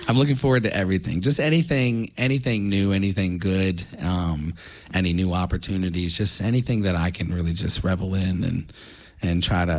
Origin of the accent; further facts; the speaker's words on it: Huddleston, Virginia, United States; also born or lived in Sacramento, California; I was raised in Huddleston, Virginia, right around Smith Mountain Lake. I was raised on a farm